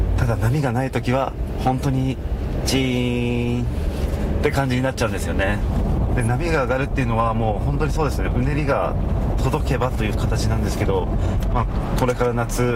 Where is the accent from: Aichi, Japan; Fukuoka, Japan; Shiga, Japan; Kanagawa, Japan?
Kanagawa, Japan; Chigasaki; 自分出身が茅ヶ崎なんですけど、